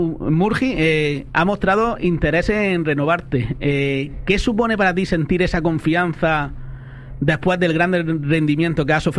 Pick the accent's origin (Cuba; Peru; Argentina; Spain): Spain; yo siendo español